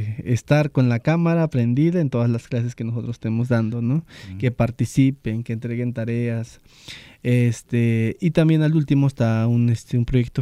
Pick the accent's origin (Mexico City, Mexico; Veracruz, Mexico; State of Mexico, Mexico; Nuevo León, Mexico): Veracruz, Mexico; en nuestro estado de Veracruz tenemos 18 lenguas indígenas